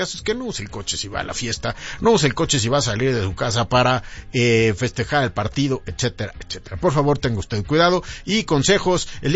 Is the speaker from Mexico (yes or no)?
yes; Mexico; todos somos mexicanos.